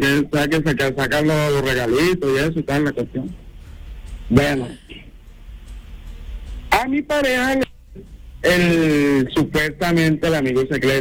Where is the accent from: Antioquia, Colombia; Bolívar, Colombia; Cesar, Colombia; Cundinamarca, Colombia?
Bolívar, Colombia; now in Valle del Cauca, Colombia; O sea, yo vivo acá en el Valle, pero yo soy costeño. Pero en la región momposina.